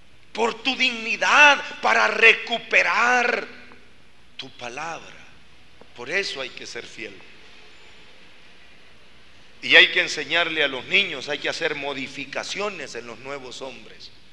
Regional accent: Guatemala

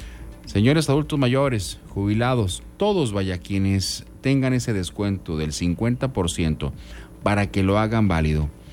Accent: Mexico; Es el derecho que tenemos como mexicanos

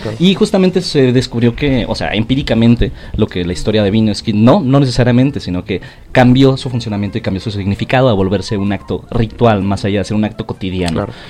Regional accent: Namiquipa, Chihuahua, Mexico; moved away; fuimos a mi pueblo, hizo de Namiquipa, y justamente mis abuelos tenían un cine en mi pueblo.

